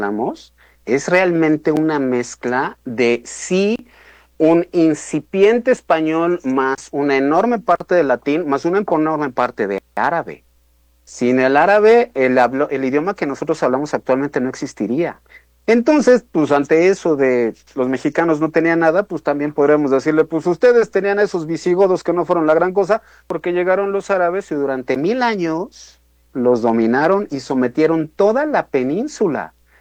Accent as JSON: {"language": "Spanish", "country": "Mexico", "said": "somos mexicanos como producto de todas esas cosas."}